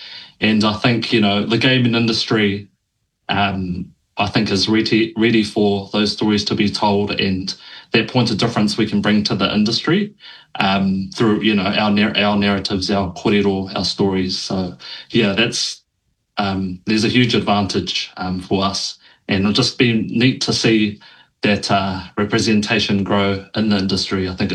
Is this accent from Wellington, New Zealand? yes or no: no; Tauranga, Bay of Plenty, New Zealand; I'm a junior Māori indie game developer. I'm from Tauranga, but I lived in Auckland studying game design